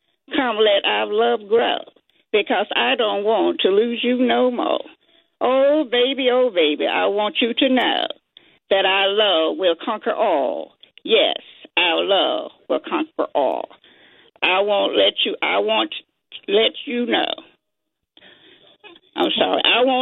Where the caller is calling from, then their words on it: Silver Spring, Maryland, United States; from Silver Spring, Maryland.